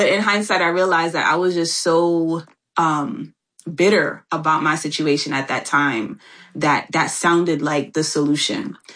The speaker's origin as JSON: {"language": "English", "town": "Bronx", "region": "New York", "country": "United States", "said": "Ooh, well, I am from the Bronx, New York, still living here."}